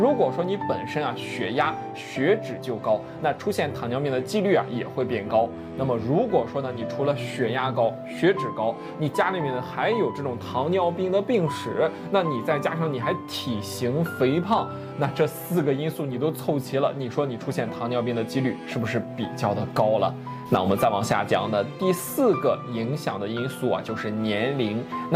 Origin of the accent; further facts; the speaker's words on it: China; 尤其是我们中国人